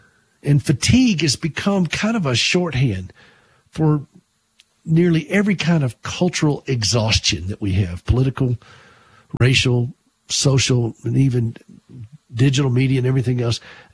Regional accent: South Carolina, United States; In fact, I just saw in my hometown there in South Carolina, the church there that I knew the church

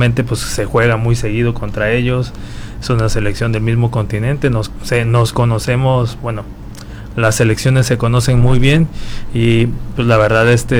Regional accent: Mexico; Pero obviamente lo máximo que quiere uno como mexicano y que espera para la selección es que pues se llegue a la final

